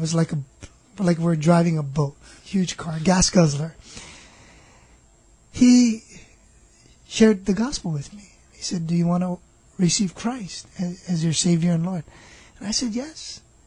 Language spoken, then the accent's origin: English; Moanalua, Hawaii, United States; I grew up here in Hawaii, in a nice little area called Moanalua. And, you know, back then in the late 60s, early 70s, while I was growing up, it was, you know, it was a real, really kind of a warm place, simple.